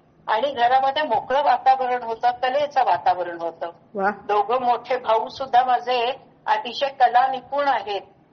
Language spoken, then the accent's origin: Marathi; Talegaon Dabhade, Maharashtra, India; माझं बालपण तळेगाव दाभाडे या छोट्याशा गावामध्ये गेलं.